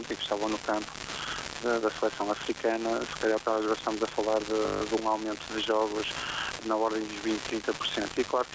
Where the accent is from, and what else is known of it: Portugal